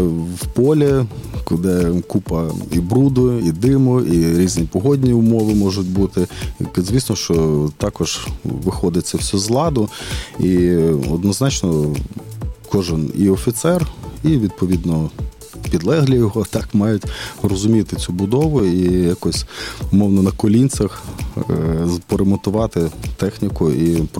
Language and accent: Ukrainian; Ivano-Frankivsk, Ivano-Frankivsk Oblast, Ukraine; Я теж з Франківська.